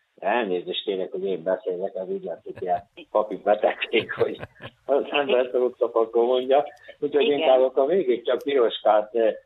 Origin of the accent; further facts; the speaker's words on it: Somogy, Hungary; Ugye mifelénk Somogyba, ahonnan én származom